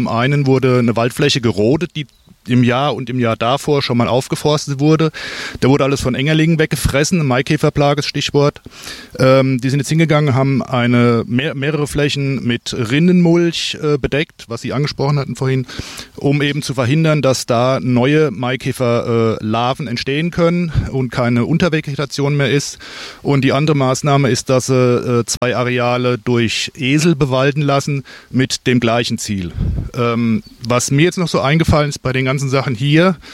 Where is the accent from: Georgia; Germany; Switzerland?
Germany; Griesheim, Hesse; ich komme aus Griesheim.